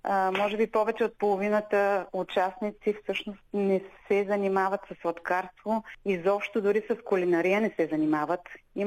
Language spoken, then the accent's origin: Bulgarian; Smolyan, Smolyan Province, Bulgaria; един от най-емблематичните символи на родния ми град, всъщност Смолян.